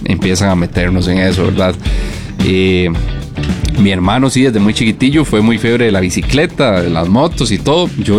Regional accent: Pérez Zeledón, San José, Costa Rica; Recuerden que nosotros somos de Pérez Celedón, de la zona sur.

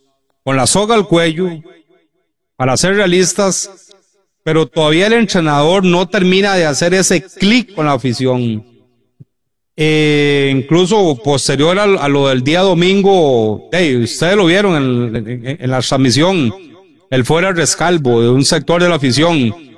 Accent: Costa Rica; Y si no, al menos como costarricenses, esa Copa tiene que quedar en un equipo nacional.

